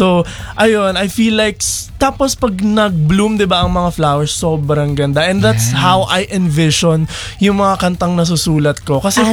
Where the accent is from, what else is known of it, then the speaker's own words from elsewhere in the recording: Cavite, Calabarzon, Philippines; taga-Cavite ako.